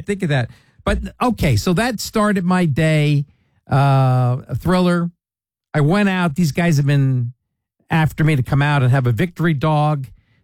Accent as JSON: {"language": "English", "town": "Allentown", "region": "Pennsylvania", "country": "United States", "tie": "born or raised there", "lives_now": "Emmaus, United States", "said": "I grew up in Allentown, and now I've lived for 30-some years in the Emmaus area. Actually, 35, I think."}